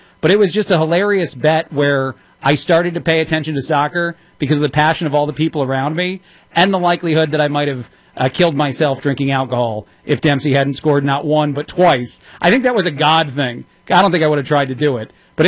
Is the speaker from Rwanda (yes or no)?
no; New Jersey, United States; I'm only 40, and I remember where I grew up in Jersey